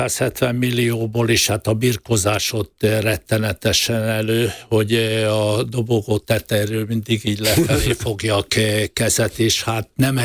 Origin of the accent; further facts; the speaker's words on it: Hungary; én azt mondtam, hogy én, mint magyar ember, én megmutatom